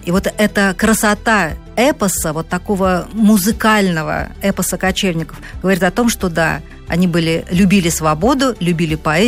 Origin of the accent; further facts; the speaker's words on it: Moscow, Russia; я москвичка, родилась в Москве